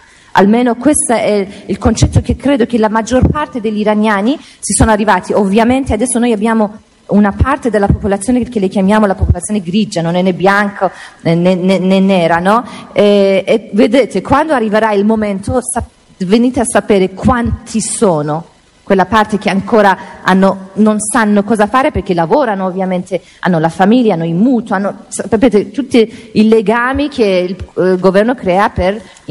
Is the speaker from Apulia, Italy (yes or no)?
no; Verona, Veneto, Italy; io vengo da Verona, abito a Verona